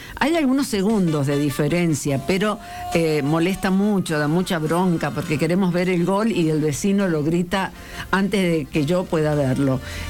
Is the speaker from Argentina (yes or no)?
yes; Argentina; como somos los argentinos, inmediatamente y con inteligencia artificial más, se arma historias que son realmente muy, pero muy graciosas.